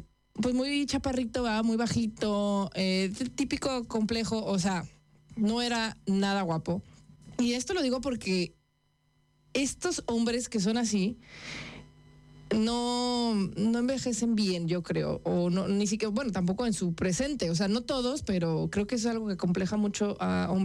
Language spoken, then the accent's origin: Spanish; Monterrey, Nuevo León, Mexico; Adal Ramones es de la ciudad de Monterrey, ahí de donde soy yo.